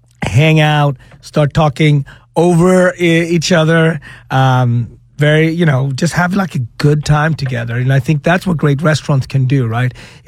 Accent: Sweden; moved away; also born or lived in Africa; I was born in Africa. I grew up in Sweden.

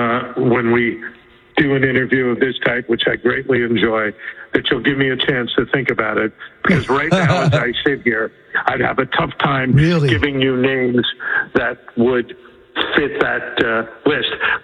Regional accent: United States; I say this not as a Democrat. I say this as an American.

